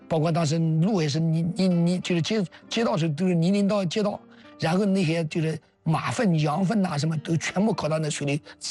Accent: Anhui, China; 因为当时山南的那个军红军司令是我们安徽人，安徽人了

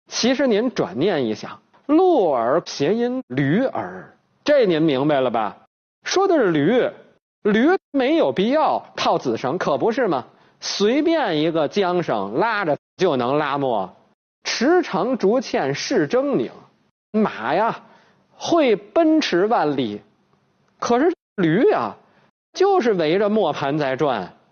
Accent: China; 我们中国人

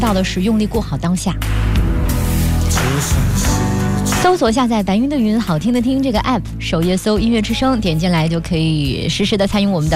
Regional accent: Beijing, China; 其实我的城市像从小到大在北京生长出生长大，其实不太能看到海

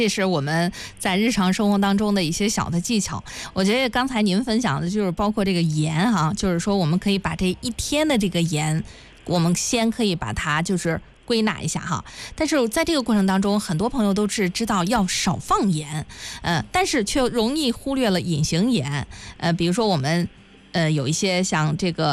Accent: Hebei, China; 咱们河北人的口味是偏重的

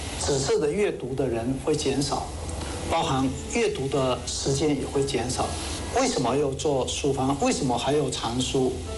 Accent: Chaozhou, Guangdong, China; moved away; 2017年我们最早是给我的家乡潮州寒山师范学图书馆捐

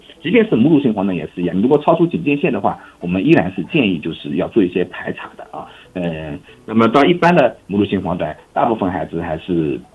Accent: China; 尤其在我们中国人，就汉族人里面或者在我们亚洲人群里面特别普遍

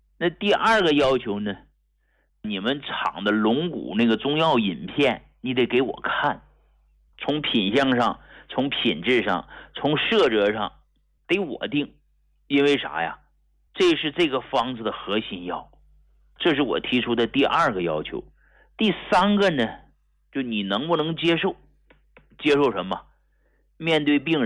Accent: Hegang, Heilongjiang, China; moved away as an adult; also born or lived in Harbin; now in Beijing, China; 我是从黑龙江鹤岗工农区农村走出来的

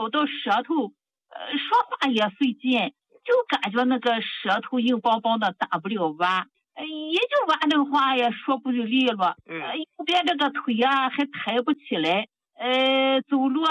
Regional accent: Tianjin, China; 我是天津的，老听众了

